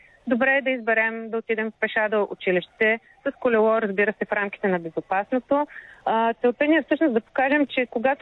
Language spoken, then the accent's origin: Bulgarian; Plovdiv, Plovdiv Province, Bulgaria; За Пловдив, откъдето сме от ние от БГ Бъди активен, всъщност нямаме изобщо изградена такава инфраструктура.